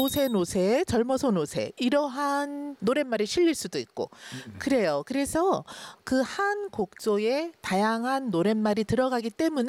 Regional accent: Gyeongju, North Gyeongsang, South Korea; born there; moved away; also born or lived in Seoul; 이제 저희가 고향이 경주인데

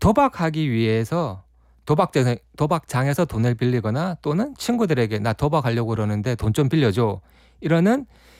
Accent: Busan, South Korea; now in Seoul, South Korea; 저도 고향이 부산인데요.

